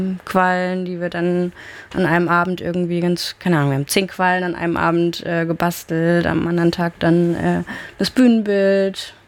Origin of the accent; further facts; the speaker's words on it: Pforzheim, Baden-Württemberg, Germany; born there; Ich bin ursprünglich in Pforzheim geboren